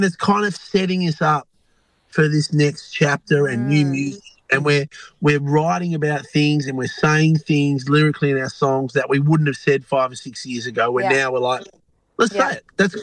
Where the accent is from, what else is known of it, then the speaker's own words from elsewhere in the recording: Australia; we are Aussie blokes.